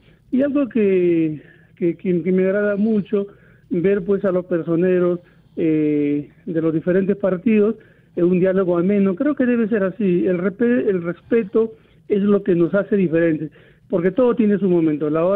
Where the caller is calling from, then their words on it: Cutervo, Cajamarca, Peru; Desde la bella ciudad de Cutervo